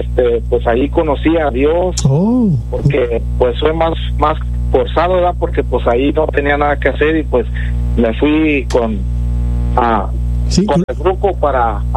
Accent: California, United States; now in Alice, United States; pero yo soy de California, pero me tuve que quedar aquí en Alice, porque aquí me soltaron y pues aquí me quedé

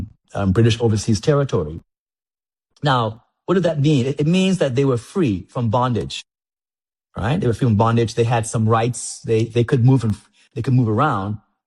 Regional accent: Cockburn Town, Turks & Caicos Islands; moved away; also born or lived in Bahamas / New York; I grew up in Grand Turk.

